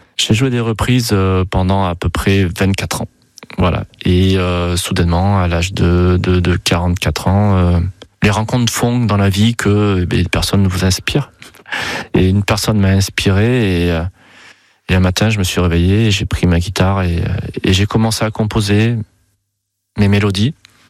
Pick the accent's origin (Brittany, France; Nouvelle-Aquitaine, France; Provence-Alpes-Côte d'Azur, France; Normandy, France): Nouvelle-Aquitaine, France; Terrasson-Lavilledieu; je suis originaire de Terrassant-la-Ville-Dieu